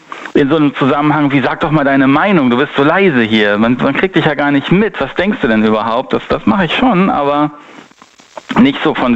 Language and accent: German; Northern Germany, Germany; ich komme aus Norddeutschland ursprünglich, ne? Und die Norddeutschen pflegen mit knackigen Worten zu sagen, was sie denken.